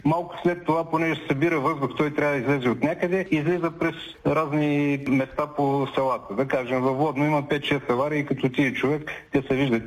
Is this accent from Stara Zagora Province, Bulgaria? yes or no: no; Dulovo, Silistra Province, Bulgaria; Аз съм жител на някакво село, аз съм от Дулово